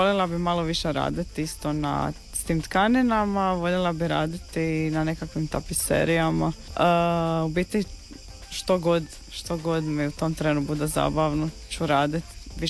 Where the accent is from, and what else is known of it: Zadar, Zadar County, Croatia; born or raised there